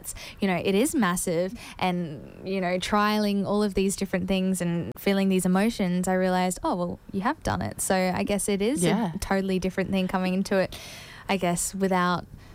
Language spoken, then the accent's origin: English; Adelaide, South Australia, Australia; I'm originally from Adelaide and, I mean, I only lived there 4 years, but I still call it home.